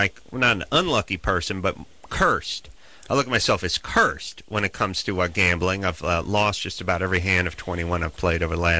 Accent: California, United States; I'm from Southern California.

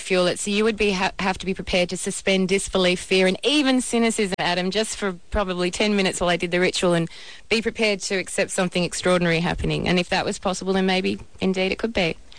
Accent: Australia; moved away; growing up in Australia

